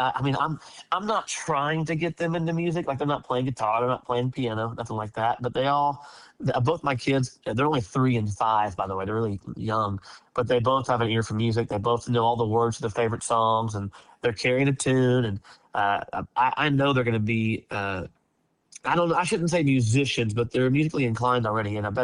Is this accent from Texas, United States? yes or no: yes; Leander, Texas, United States; I grew up in Leander, just, you know, east of you guys, so not far from y'all. And went to Leander High School, just like my parents did.